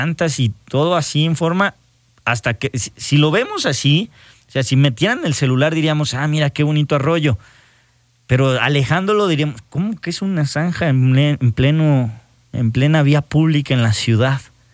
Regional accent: Mexico

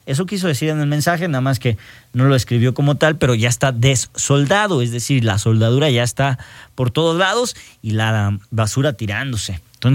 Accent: Mexico

